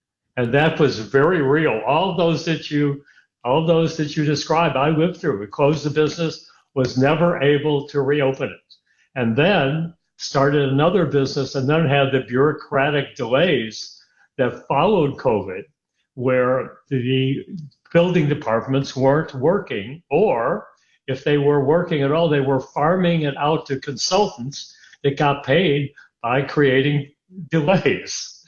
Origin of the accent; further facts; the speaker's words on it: Chicago, Illinois, United States; moved away as an adult; also born or lived in Los Angeles; now in Florida, United States; Now, I grew up in Chicago. But I lived in L.A. for 54 years until I recently moved to Florida.